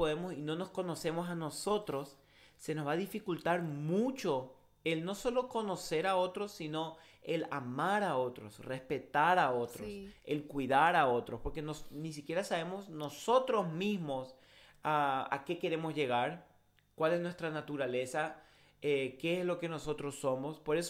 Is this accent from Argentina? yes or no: yes; Argentina; born there; Nací en Argentina y tengo 23 años.